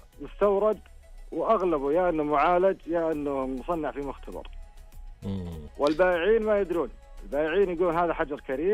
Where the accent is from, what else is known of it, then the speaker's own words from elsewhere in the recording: Saudi Arabia; عندنا في السعودية